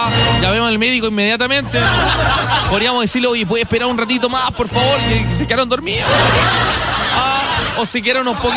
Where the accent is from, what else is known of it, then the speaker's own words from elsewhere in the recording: Valdivia, Los Ríos, Chile; Sí, yo soy valdiviano, amigo. Soy de Valdivia. Valdiviano.